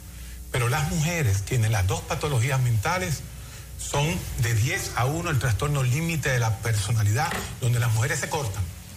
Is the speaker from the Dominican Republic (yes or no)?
yes; Dominican Republic